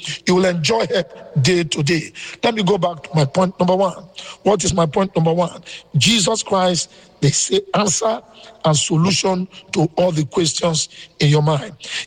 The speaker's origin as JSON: {"language": "English", "country": "Nigeria", "lives_now": "Benin City, Nigeria", "said": "I'm a Nigerian. And precisely, I live in Edo State. I live in Benin City."}